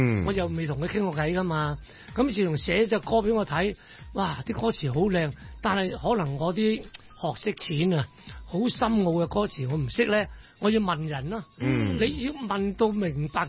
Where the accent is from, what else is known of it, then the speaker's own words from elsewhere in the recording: Vietnam; moved away as an adult; now in Hong Kong; 我喺越南長大嘅我七歲就學唱粵曲。十一歲就登台都是唱粵曲咁後期做埋大戲喺越南咁嚟到香港呢我係70年到香港